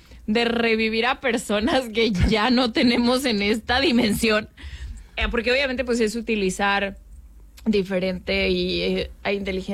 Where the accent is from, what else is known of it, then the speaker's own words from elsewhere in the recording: Mexico; a ver, somos mexicanos y nos representa el barrio